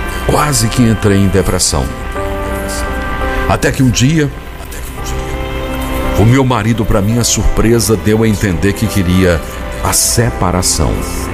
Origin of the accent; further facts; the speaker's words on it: Paraná, Brazil; now in Goiás, Brazil; Vim do Paraná aqui para Goiás. Aqui começar uma nova vida.